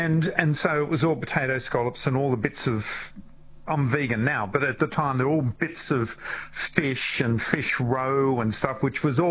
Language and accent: English; New South Wales, Australia; moved away as an adult; I came from New South Wales.